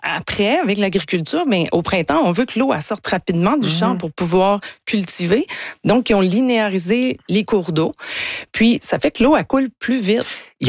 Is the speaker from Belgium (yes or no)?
no; Quebec, Canada; j'ai grandi en Gaspésie, moi.